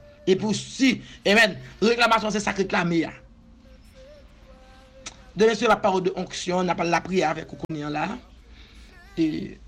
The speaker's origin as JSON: {"language": "French", "country": "Haiti", "said": "Pas de problème, je suis haïtienne"}